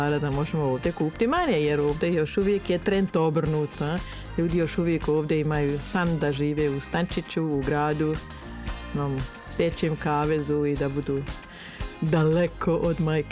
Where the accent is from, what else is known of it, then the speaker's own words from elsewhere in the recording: Switzerland; moved away as an adult; now in Boškovići, Serbia; Ja sam odrasla u Švajcarskoj i moj ujak je imao farmu. Ja sam kao dijete bila puno na selu